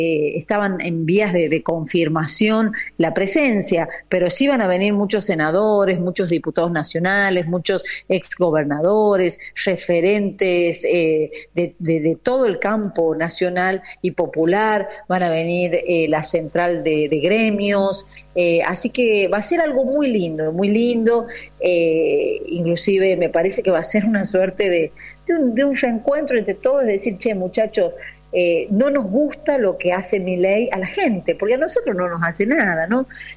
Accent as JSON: {"language": "Spanish", "region": "La Rioja", "country": "Argentina", "said": "yo soy de La Rioja, estoy acá, bueno, voy al Congreso"}